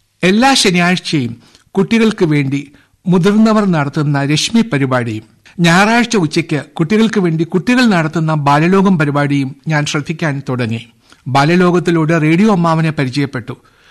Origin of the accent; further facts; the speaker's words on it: Thiruvananthapuram, Kerala, India; എന്റെ ബാല്യകാലത്ത് ശാസ്തമംഗലത്ത് ശ്രീരംഗം ലെയ്നിലുള്ള ഞങ്ങളുടെ വീട്ടിലെ